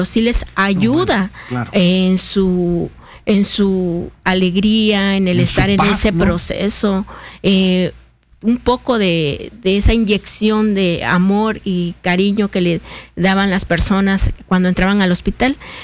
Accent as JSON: {"language": "Spanish", "town": "Coatzacoalcos", "region": "Veracruz", "country": "Mexico", "tie": "born or raised there", "moved": "yes", "lives_now": "Mérida, Mexico", "said": "En Coatzacoalcos, Veracruz, somos originarios de Coatzacoalcos, pero tengo muchos años viviendo aquí en Mérida."}